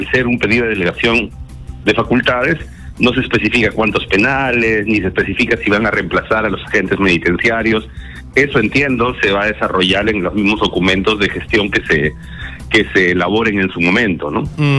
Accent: Peru; Claro, yo como peruano le deseo lo mejor

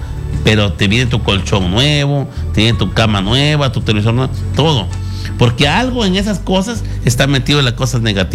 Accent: Catacaos, Piura, Peru; Yo soy de Catacaos, Piura, yo soy de Catacaos.

